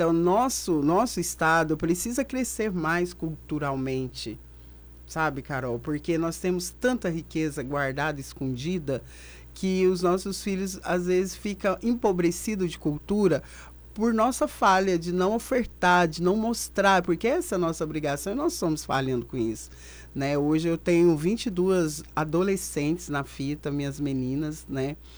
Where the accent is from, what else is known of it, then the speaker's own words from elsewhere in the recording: Goiás, Brazil; now in Itumbiara, Brazil; porque nós somos goiano, né? A gente faz parte do Goiás.